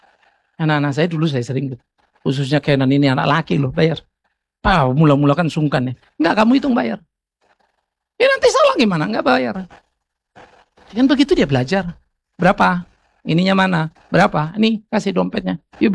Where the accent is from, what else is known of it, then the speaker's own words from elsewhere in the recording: Pematangsiantar, North Sumatra, Indonesia; born there; moved away; Itu anak kecil itu saya waktu di Siantar itu.